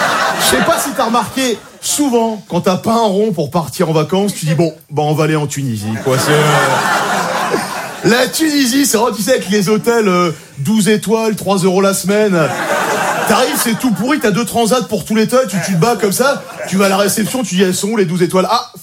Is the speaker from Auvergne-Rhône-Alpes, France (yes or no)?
no; La Courneuve, Île-de-France, France; Non, moi j'ai grandi à la Courneuve, je suis intermittent du spectacle, je fais les heures.